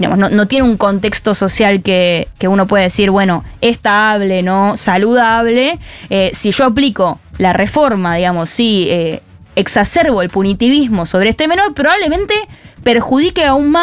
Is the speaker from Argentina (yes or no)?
yes; Argentina